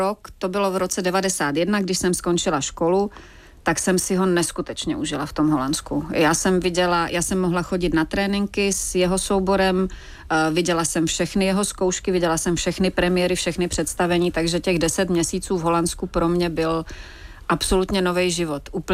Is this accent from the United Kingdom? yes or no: no; Slovakia; moved away as an adult; now in Prague, Czech Republic; jako Slovák, v Praze mohl studovat tehdy jenom tu loutkárnu